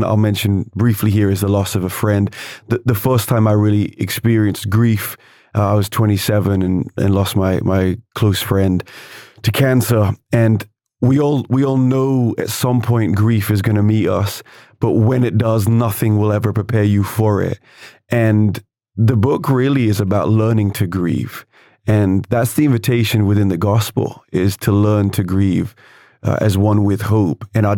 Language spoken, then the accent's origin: English; England, United Kingdom; I would say, as an Englishman, you know, we don't necessarily have the most integrated culture when it comes to our lament and our grief.